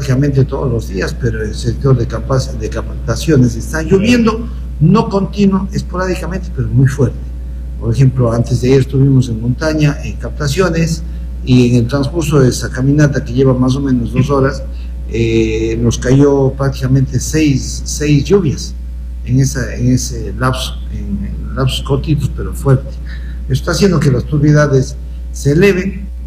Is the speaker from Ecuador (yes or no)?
yes; Ecuador; a Ecuador y a los ecuatorianos no nos gusta nada fácil, nos gusta lo bien complicado.